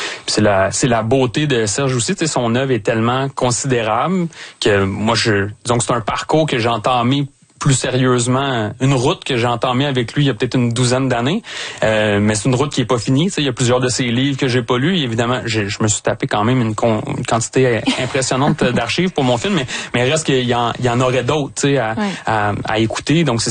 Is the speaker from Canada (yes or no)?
yes; Montreal, Quebec, Canada; Moi, je viens de Pointe-aux-Trembles aussi. J'ai passé mon enfance, mon adolescence là.